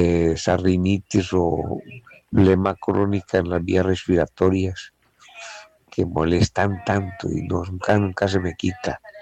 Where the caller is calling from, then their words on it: Copacabana, Antioquia, Colombia; desde Copacabana.